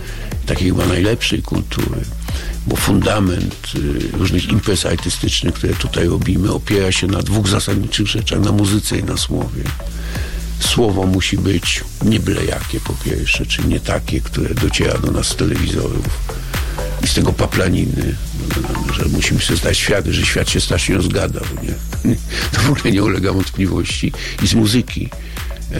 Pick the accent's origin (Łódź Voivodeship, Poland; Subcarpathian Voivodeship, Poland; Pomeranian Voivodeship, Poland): Pomeranian Voivodeship, Poland; Sopot; Ponieważ jestem z Sopotu, to bardzo chciałem, żeby tu istniała scena.